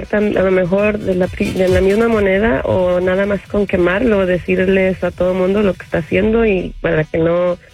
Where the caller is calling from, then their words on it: Monterrey, Nuevo León, Mexico; De Monterrey.